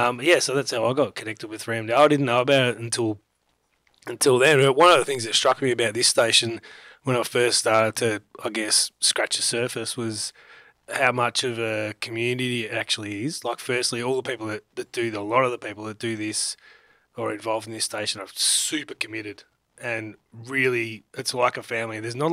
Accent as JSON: {"language": "English", "town": "Bendigo", "region": "Victoria", "country": "Australia", "moved": "as an adult", "said": "Well, I moved to this area when I met my wife because I'm from Bendigo."}